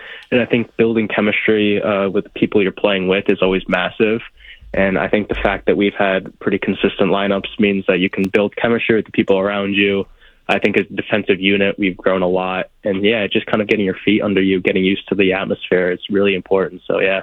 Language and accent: English; New York, United States; I'm a Northeast guy through and through. I grew up in New York. I had family in Massachusetts my whole life.